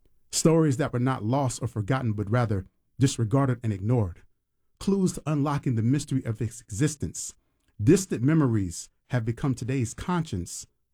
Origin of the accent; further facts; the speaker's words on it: Tampa, Florida, United States; for those of us who grew up here